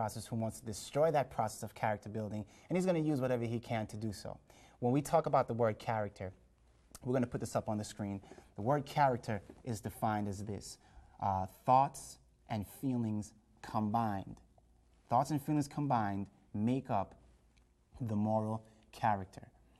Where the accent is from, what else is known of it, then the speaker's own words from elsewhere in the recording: Jamaica; I was born in Jamaica, and reggae music is a really big, you know, that's the music of Jamaica. And I remember growing up as a child